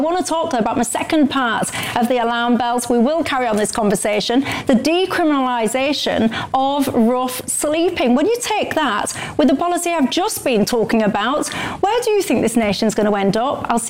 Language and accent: English; Yorkshire and the Humber, United Kingdom; somebody had come to my county, Yorkshire